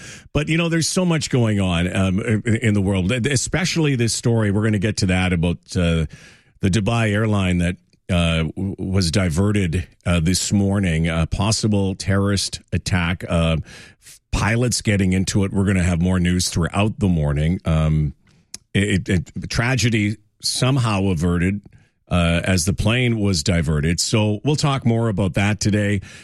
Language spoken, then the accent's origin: English; Manitoba, Canada; I'm from Manitoba originally, and I did a lot of work with the Indigenous nation out there